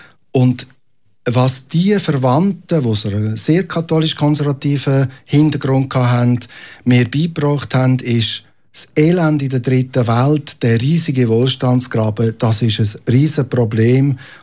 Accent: Aargau, Switzerland; Ich bin aufgewachsen im Schwarzen Erdteil vom Aargau.

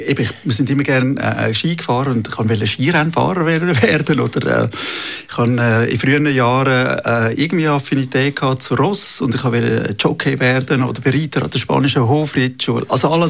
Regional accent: Uster, Zurich, Switzerland; Also ursprünglich aufgewachsen im Zürich Oberland, in Uster, also nicht so weit von Zürich.

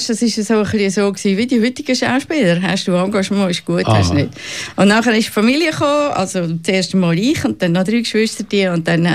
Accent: Zurich, Switzerland; born there; ich bin eben 69, ich bin geboren im Zürcher Oberland.

